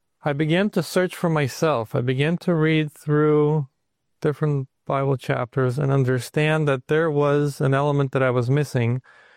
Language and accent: English; Ukraine; now in United States; We came over with my father from Ukraine right when communism fell apart, and it was a time to say, all right, let's look for a new opportunity.